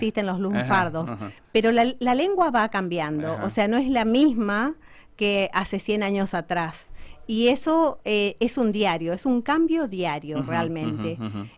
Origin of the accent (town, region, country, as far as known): Formosa, Argentina; moved away as an adult